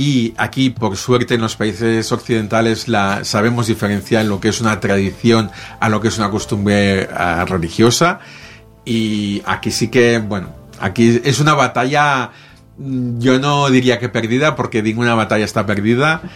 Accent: Spain; los españoles que nos conviene viajar afuera.

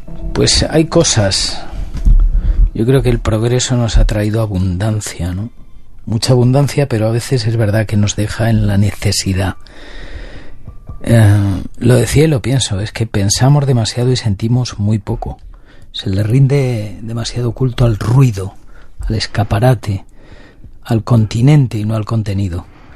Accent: Montiel, Castilla-La Mancha, Spain; born there; moved away; he estado en Castilla-La Mancha, en mi tierra, en Montiel

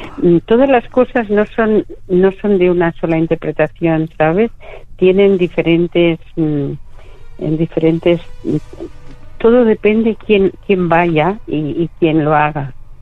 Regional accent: Toledo, Castilla-La Mancha, Spain; Cuando digo que soy de La Mancha me dicen, ah, como Don Quijote.

